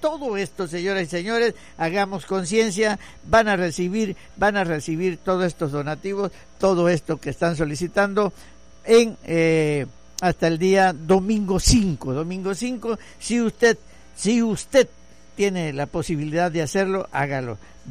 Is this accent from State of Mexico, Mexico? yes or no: no; Ciudad del Carmen, Campeche, Mexico; Somos los mexicanos, somos los carmelitas